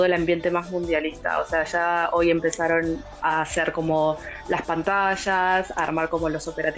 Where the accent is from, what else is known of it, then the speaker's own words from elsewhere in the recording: Argentina; Nosotros nos juntamos en la casa de unos amigos, somos todos argentinos.